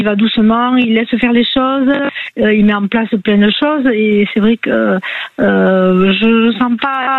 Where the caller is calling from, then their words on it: Nouvelle-Aquitaine, France; Alors, je vous appelle de la région bordelaise.